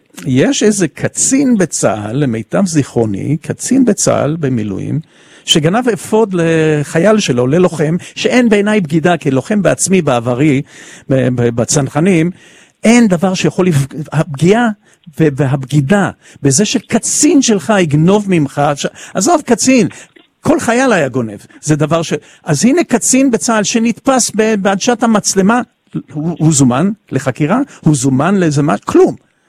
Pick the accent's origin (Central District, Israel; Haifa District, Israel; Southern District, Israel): Southern District, Israel; Ashkelon; אני גדלתי באשקלון, כל אחד מאיתנו שמגיע מהפריפריות